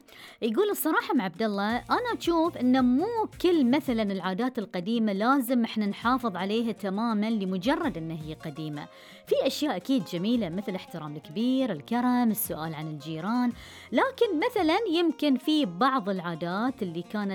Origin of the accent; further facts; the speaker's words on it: Bahrain; ملف الأياويل وديرتنا الحبيب البحرين، ملف للخير والتواصل والبركة والسنع والهوية الجميلة والعادات والتقاليد الأصيلة